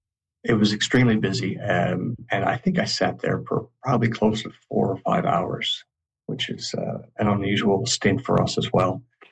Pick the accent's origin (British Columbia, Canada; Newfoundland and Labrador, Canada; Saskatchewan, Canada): Newfoundland and Labrador, Canada; Gander; just turned 26. I was a controller at that point for 5 years. I was born and raised in Gander as well.